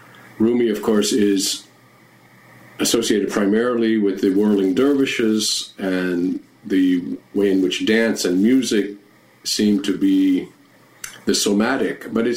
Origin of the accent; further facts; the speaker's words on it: Turkey; moved away; I was born in Turkey. I grew up there, and I maintain, you know, a lot of connections to Turkey.